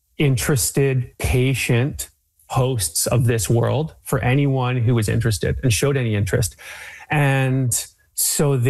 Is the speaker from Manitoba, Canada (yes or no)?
no; Vancouver, British Columbia, Canada; my hometown of Vancouver, BC